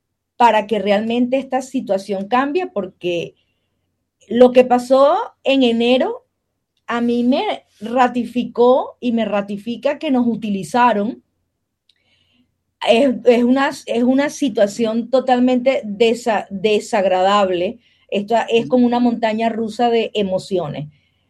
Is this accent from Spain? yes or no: no; Venezuela; moved away